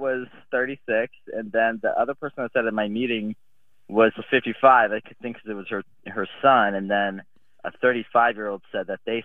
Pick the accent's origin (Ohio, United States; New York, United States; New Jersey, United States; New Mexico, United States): Ohio, United States; also born or lived in Montreal; now in Grand Rapids, United States; Well, I moved from Montreal, but I'm from Ohio, so that's where my language knowledge is based.